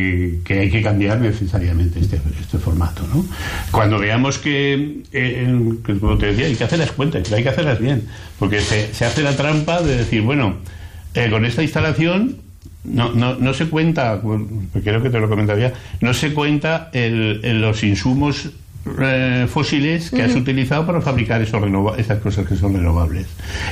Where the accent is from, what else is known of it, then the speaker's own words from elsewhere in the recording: Aragon, Spain; now in Valencian Community, Spain; yo soy un aragonés aterrizado en el País Valencia